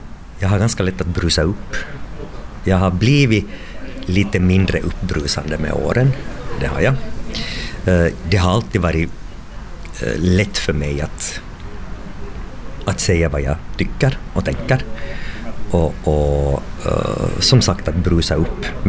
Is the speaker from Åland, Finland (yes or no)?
no; Hanko, Uusimaa, Finland; jag är från Hange, en blåsig udde 40 kilometer ut i Östersjön. I Hange blåser det alltid också om det inte blåser.